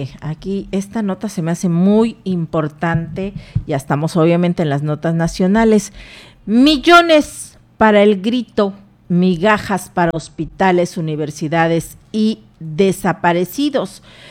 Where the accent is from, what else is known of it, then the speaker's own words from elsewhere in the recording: Mexico; somos mexicanos